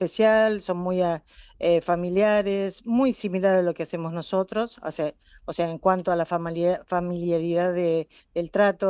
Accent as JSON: {"language": "Spanish", "country": "Argentina", "accent": "Argentine", "moved": "yes", "lives_now": "Asturias, Spain", "said": "cuando somos argentinos"}